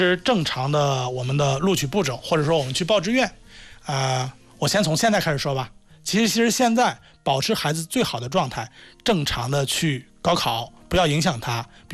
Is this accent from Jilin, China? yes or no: no; Hebei, China; 我是河北人，所以就偏北京的啊，